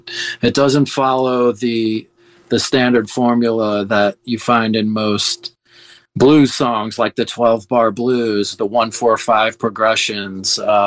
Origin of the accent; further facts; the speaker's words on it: St. Louis, Missouri, United States; moved away as an adult; now in New York City, United States; That's correct. That's my hometown. But I've been here residing in New York City for 20 years